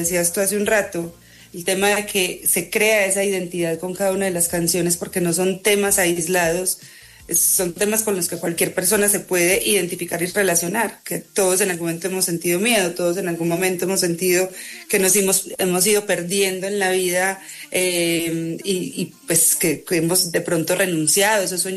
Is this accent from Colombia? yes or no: yes; Colombia; also born or lived in United States / Mexico; Luego yo me fui de Colombia, entonces también por eso muchas personas pasan